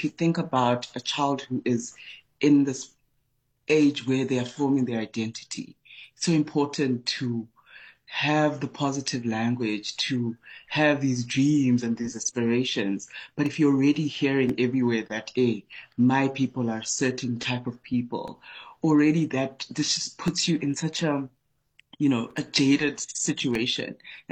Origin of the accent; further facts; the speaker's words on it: Eastern Cape, South Africa; moved away; also born or lived in North West; I grew up in Eastern Cape, and then I then moved into your Northwest areas in terms of just as a young person.